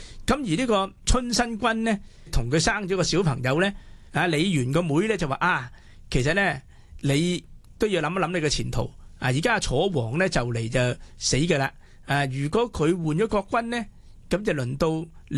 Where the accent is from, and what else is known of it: Hong Kong